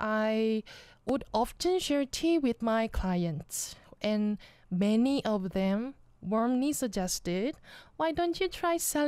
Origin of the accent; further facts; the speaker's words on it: Jeju, South Korea; moved away as an adult; also born or lived in Seoul; I need to go back to my hometown Jeju right now